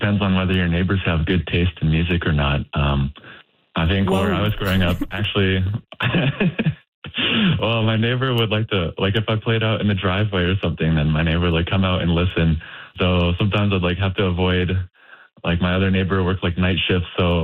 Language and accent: English; New Minas, Nova Scotia, Canada; moved away as an adult; also born or lived in Ontario / New York; Yeah, I grew up in New Minas, and then when I started university, I moved out to Ontario, and from there, went to New York for work.